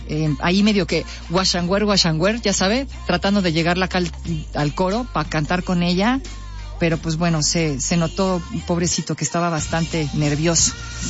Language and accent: Spanish; Mexico; ya sabe cómo somos los mexicanos